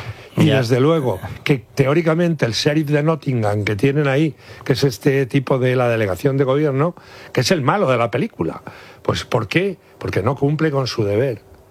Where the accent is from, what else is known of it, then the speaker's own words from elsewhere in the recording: Guadalajara, Castilla-La Mancha, Spain; born there; el fundador de Guadalajara, encima de mi pueblo.